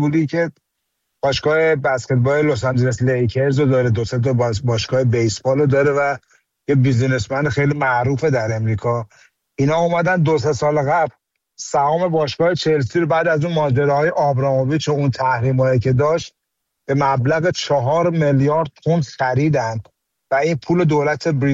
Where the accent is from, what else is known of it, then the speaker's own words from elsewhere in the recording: Iran; به عنوان یه ایرانی